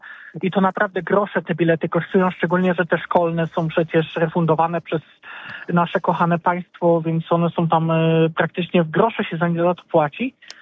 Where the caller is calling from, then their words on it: Wolsztyn, Greater Poland Voivodeship, Poland; co prawda Kalisz to może kawałek ode mnie, ale ja mieszkam we Wolsztynie, czyli słynnym mieście parowozów kolejowych.